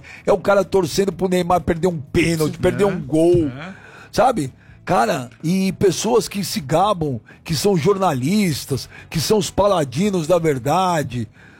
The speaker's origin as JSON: {"language": "Portuguese", "country": "Brazil", "tie": "born there", "said": "Gente, eu nasci no Brasil"}